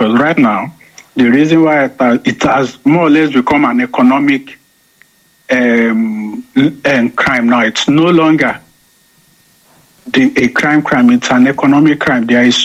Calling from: Germany; from Germany.

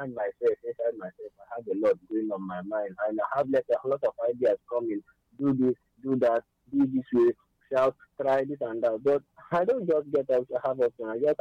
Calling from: Enugu, Enugu State, Nigeria; I'm calling from Enugu.

